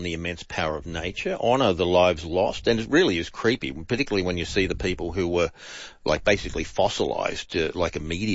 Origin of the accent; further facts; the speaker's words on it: Australia; Of course they do, because we're Australian.